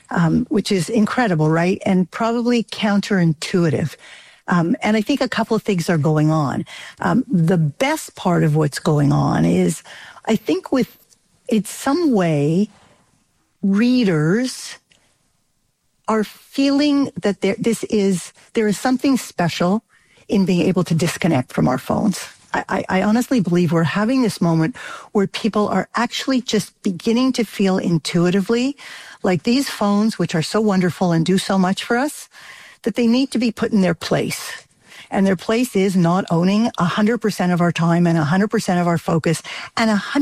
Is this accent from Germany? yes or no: no; Canada